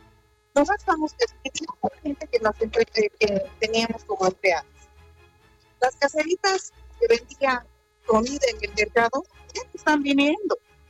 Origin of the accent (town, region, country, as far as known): Bolivia